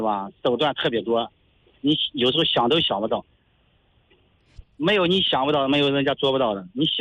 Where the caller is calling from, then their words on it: Hebei, China; 咱们河北这边的